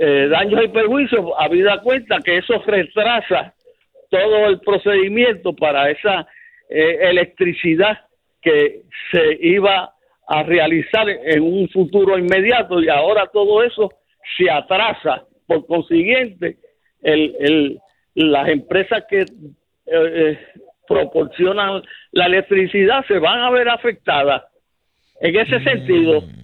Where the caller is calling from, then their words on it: San Juan, Puerto Rico; de Río Piedra.